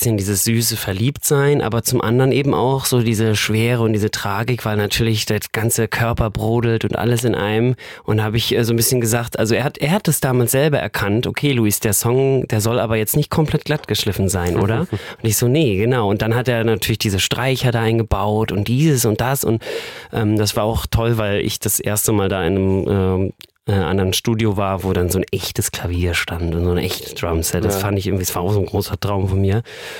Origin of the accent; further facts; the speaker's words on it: Wismar, Mecklenburg-Vorpommern, Germany; in Wismar, wo ich herkomme